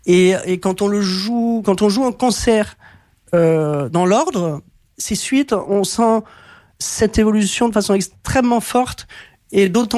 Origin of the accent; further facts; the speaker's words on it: Lyon, Auvergne-Rhône-Alpes, France; born there; c'est une des premières danses que j'ai apprises quand j'étais petite au Conservatoire de Lyon